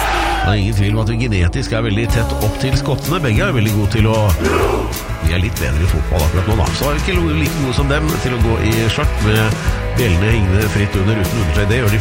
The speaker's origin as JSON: {"language": "Norwegian", "town": "Drammen", "region": "Buskerud", "country": "Norway", "tie": "born or raised there", "said": "Og det en sånn låt som jeg forbinder med oppveksten I Drammen på tidlig 80-tall."}